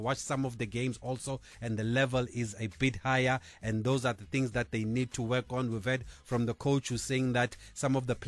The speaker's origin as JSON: {"language": "English", "country": "South Africa"}